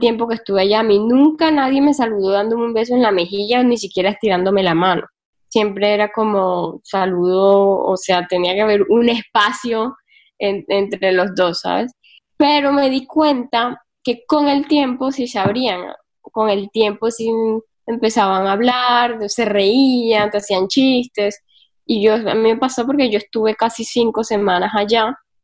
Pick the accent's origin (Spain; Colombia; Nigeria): Colombia; Caribbean Region; yo vengo del Caribe, de Colombia